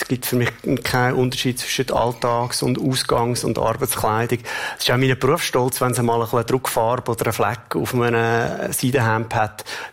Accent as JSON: {"language": "German", "region": "Glarus", "country": "Switzerland", "tie": "born or raised there", "said": "Ich bin aufgewachsen da im Glarnerland"}